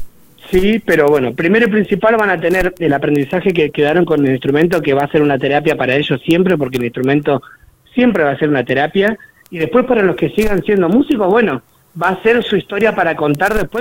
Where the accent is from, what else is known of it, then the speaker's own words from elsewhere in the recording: Pico Truncado, Santa Cruz, Argentina; yo me crié acá en Pico Truncado